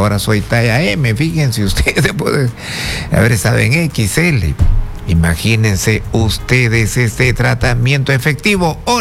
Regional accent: Tumbes, Peru; moved away; Saludos, Tumbes, mi tierra, el norte del Perú.

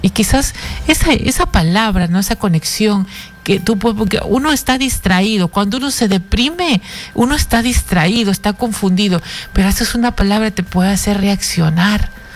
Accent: Peru; A mí me duele porque soy peruana, porque soy persona, porque soy gente.

